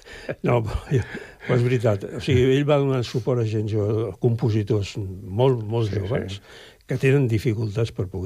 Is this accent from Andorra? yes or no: yes; Andorra; born there; Clar, bueno, som nascuts a Andorra, per les circumstàncies també especials.